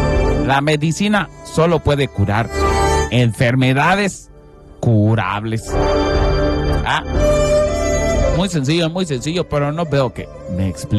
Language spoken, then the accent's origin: Spanish; Umán, Yucatán, Mexico; Aquí tu chino yucateco. … soy de Humán.